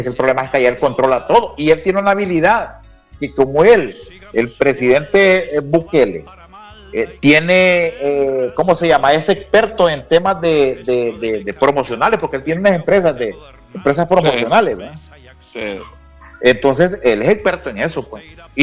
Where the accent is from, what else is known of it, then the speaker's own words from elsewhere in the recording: Honduras; Yo, como hondureño